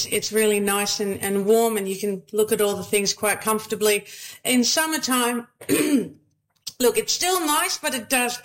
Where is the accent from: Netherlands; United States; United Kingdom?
Netherlands; moved away as an adult; also born or lived in Cloncurry; now in Thargomindah, Australia; And I'm from Holland, from the Netherlands.